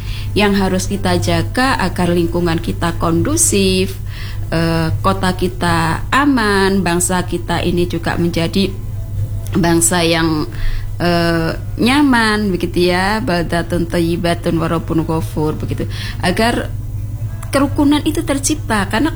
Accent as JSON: {"language": "Indonesian", "country": "Indonesia", "said": "Kita orang Indonesia, suku apapun, ya, agama apapun"}